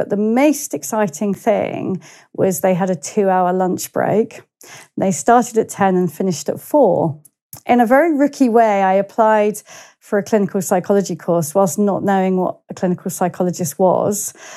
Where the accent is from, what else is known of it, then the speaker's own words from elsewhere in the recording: Worthing, South East England, United Kingdom; Worthing was my hometown.